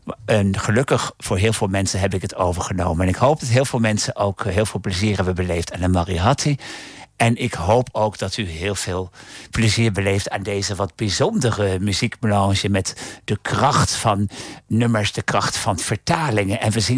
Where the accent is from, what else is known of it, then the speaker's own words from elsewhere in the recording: Deventer, Overijssel, Netherlands; En ik kom uit Deventer, 's ochtends om 6:15 opgestaan.